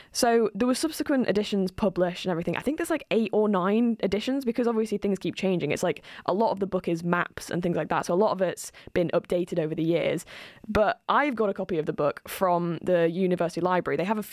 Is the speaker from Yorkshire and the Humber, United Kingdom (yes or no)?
yes; Sheffield, Yorkshire and the Humber, United Kingdom; I personally say genel. I'm from Sheffield and I say genel.